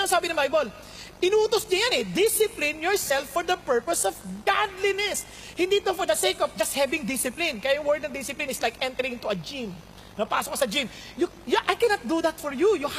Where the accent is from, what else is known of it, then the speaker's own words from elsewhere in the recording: Marikina, Metro Manila, Philippines; kasi mahilig ako magmura, Marikeño ako eh. Marikeño, alam niyo sa Marikina.